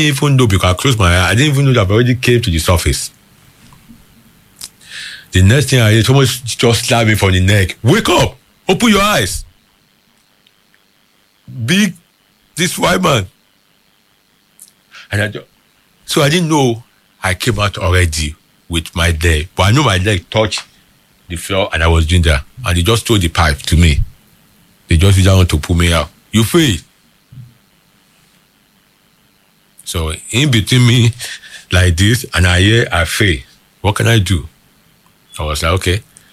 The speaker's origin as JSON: {"language": "English", "country": "Nigeria", "also_born_or_lived": "New York", "moved": "yes", "said": "I'm from Nigeria"}